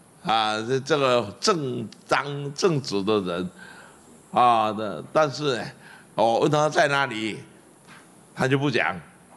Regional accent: Zhongliao, Nantou County, Taiwan; 他请他到我家乡啊，到我家乡的中寮啊

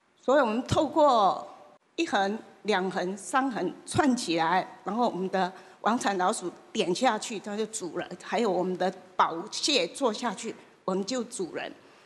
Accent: Taiwan; accent: Taiwanese Hokkien; Chinese is a second language; 容许我讲台语啊

